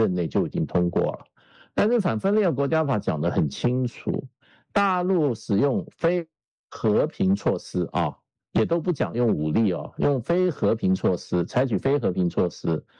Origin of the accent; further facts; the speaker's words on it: Taiwan; 我小时候在台湾的时候